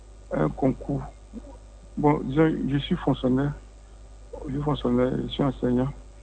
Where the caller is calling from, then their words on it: Abidjan, Côte d’Ivoire; Ma commune, je suis à Adjamé.